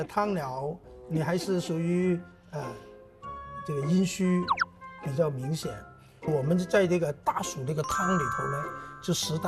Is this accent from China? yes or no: yes; Guangdong, China; 那我们广东人喝汤不是有病才喝，就预防这个季节会产生病，所以我们多喝点汤。